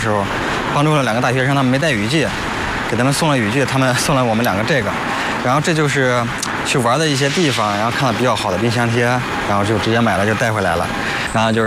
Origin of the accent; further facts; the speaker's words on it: Henan, China; accent: Henan dialect; 就是用我们河南话说